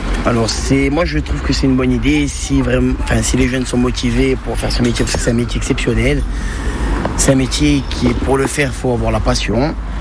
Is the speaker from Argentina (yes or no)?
no; Bastia, Corsica, France; j'ai 21 ans, je suis originaire de Bastia.